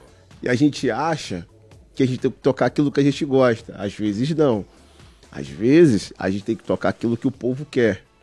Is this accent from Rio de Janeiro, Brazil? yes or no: yes; Campos dos Goytacazes, Rio de Janeiro, Brazil; moved away as an adult; eu sou campista, né? Vim lá de Campos há 12 anos atrás, tô aqui há 10 anos.